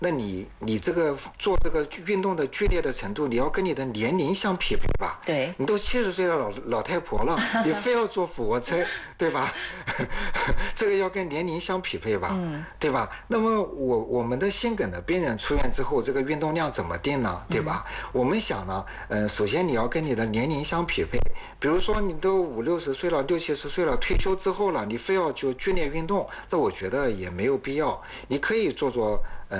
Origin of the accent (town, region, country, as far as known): China